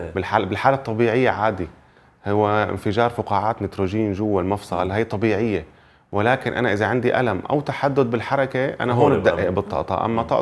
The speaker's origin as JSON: {"language": "Arabic", "country": "Syria", "said": "عندنا بسوريا"}